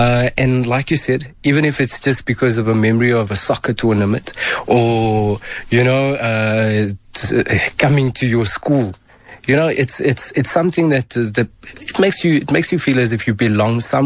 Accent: Benoni, Gauteng, South Africa; I'm from Benoni.

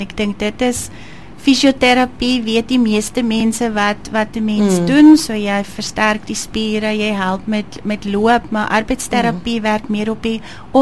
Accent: Zurich, Switzerland; Afrikaans is a second language; moved away as an adult; now in Oudtshoorn, South Africa; ek is oorspronkelijk van Switserland, julle gaan het ook hoor om my dialek, so soms raak ek een bykie, sê die mense, waar kom jy vandaan, uit die Karoo uit, of uit in Amakwaland, of ek weet nie waar nie, maar ek kom eindelijk uit van Zurich

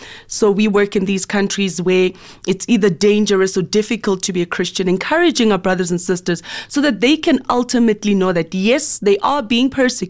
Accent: Johannesburg, Gauteng, South Africa; And I was born and bred in Johannesburg. I've lived here for 34 years by God's grace.

